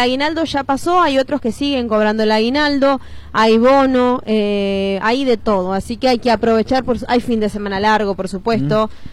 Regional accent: Venado Tuerto, Santa Fe, Argentina; Bueno, somos de Venado Tuerto, provincia de Santa Fe, More.

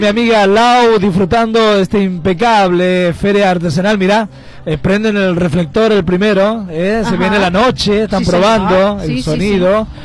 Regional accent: Argentina

